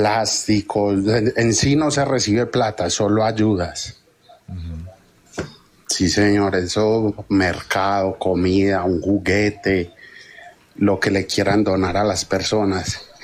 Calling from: Medellín, Antioquia, Colombia; me comunico desde acá, desde la ciudad de Medellín.

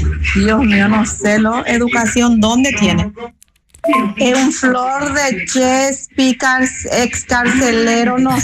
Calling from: Paraguay; pero yo soy paraguaya

